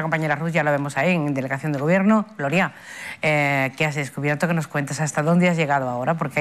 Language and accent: Spanish; Ceuta, Spain